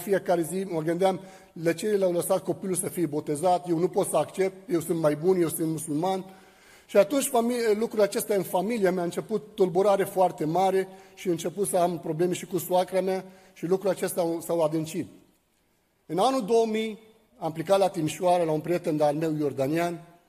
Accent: Lebanon; moved away as an adult; now in Bucharest, Romania; sunt din Liban, m-am născut dintr-o familie de musulmani și aiți.

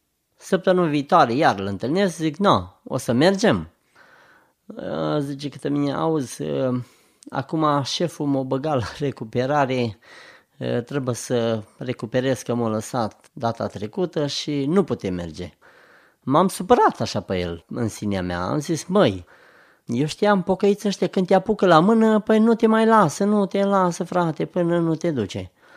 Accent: Bihor County, Romania; born there; sunt din Oradea, de lângă Oradea născut, dar sunt membru la biserica Efrata numărul 9 Oradea

